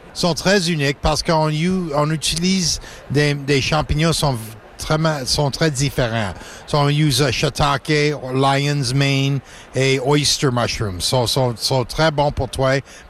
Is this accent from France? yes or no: no; Fenwick, Ontario, Canada; On vient de Fenwick, Ontario, près de Chute-Niagara.